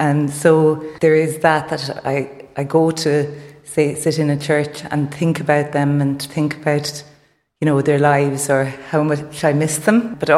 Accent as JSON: {"language": "English", "town": "Bennetsbridge", "region": "Leinster", "country": "Ireland", "tie": "born or raised there", "said": "and also that I grew up in Bennetsbridge, but near Kilkenny, and my parents were here as well."}